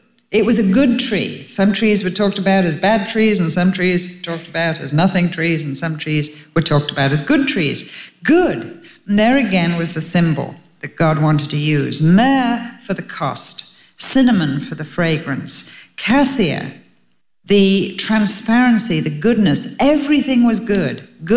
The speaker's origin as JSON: {"language": "English", "region": "England", "country": "United Kingdom", "said": "being English"}